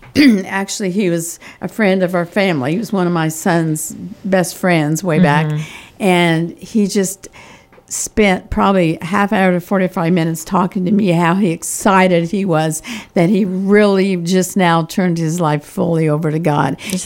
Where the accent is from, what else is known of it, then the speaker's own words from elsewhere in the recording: Indiana, United States; I come from Indiana.